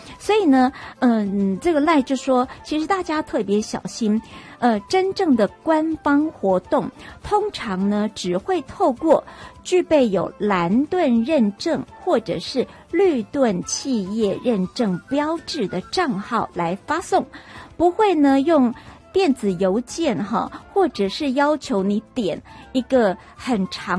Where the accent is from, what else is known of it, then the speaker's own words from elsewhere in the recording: Taiwan; 看准了我们台湾人非常非常高度使用 LINE 这个软体哦